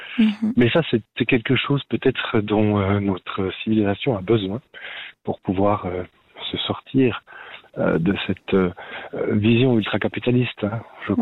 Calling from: Switzerland; Alors, je suis au bord du lac de Neuchâtel, là.

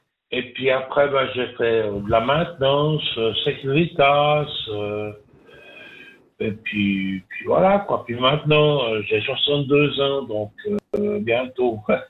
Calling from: Le Bouveret, Valais, Switzerland; Moi, je suis du Bouvray.

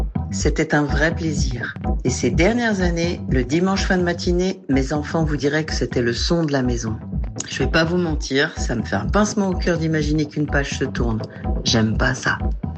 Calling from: Lyon, Auvergne-Rhône-Alpes, France; de Lyon, fidèle auditrice de Couleur 3.

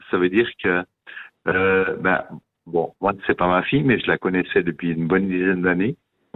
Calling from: Fribourg, Switzerland; Moi, je suis fribourgeois.

